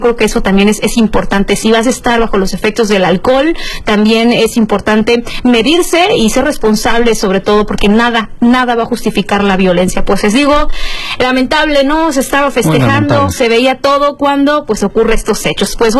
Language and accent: Spanish; Mexico; esta unidad que también como mexicanos